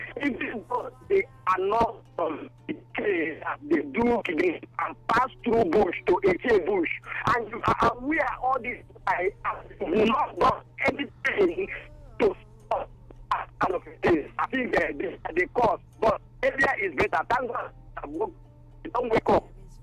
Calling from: Nigeria; I'm calling you from Chuba.

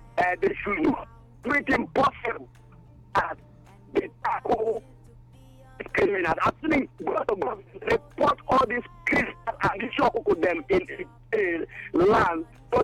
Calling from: Nigeria; I'm calling you from Chuba.

